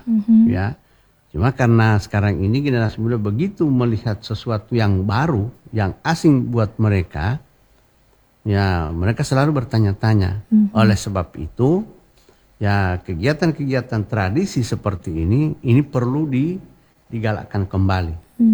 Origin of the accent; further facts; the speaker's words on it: Gorontalo, Indonesia; Karena itu adalah kearifan lokal kita. Merupakan identitas kesukuan kita sebagai orang Gorontalo.